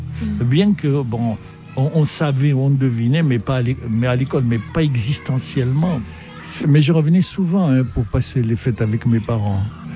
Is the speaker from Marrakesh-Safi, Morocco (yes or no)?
no; Casablanca, Casablanca-Settat, Morocco